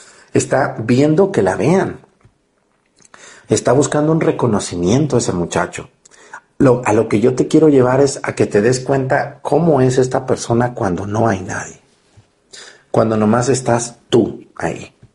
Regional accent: Mexticacán, Jalisco, Mexico; moved away; con lo que yo crecí siendo niño, y cada año voy a mi pueblo en esas fechas.

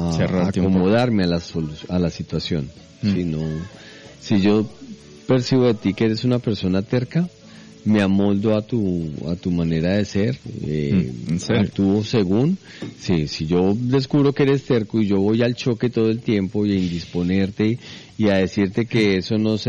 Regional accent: Colombia; Además estuve por allá, como decimos en Colombia, de pataperro me fui al partido de Colombia a México

